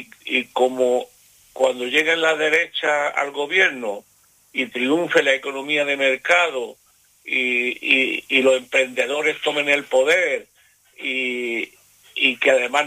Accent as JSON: {"language": "Spanish", "region": "Canary Islands", "country": "Spain", "said": "Entre los gandules, los primeros somos los canarios y los andaluces."}